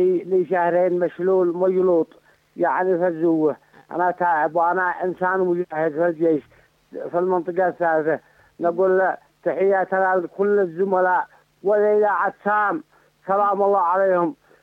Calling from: Sanaa, Yemen; من محافظة صنعاء، حولان أطيال

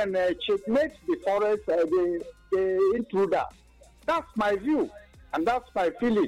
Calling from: Nigeria; I'm calling from Afikbo. Alpha Niger.

